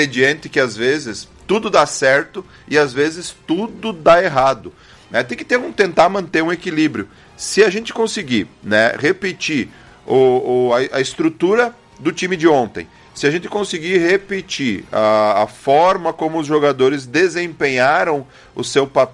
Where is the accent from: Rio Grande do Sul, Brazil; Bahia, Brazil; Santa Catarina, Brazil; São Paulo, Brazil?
Rio Grande do Sul, Brazil